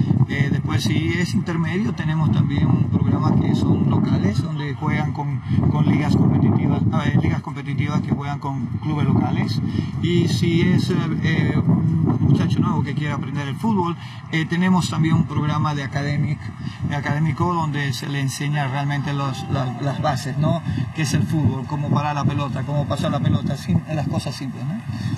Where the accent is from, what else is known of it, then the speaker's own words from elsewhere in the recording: Santa Cruz, Bolivia; Yo soy de Santa Cruz, Bolivia.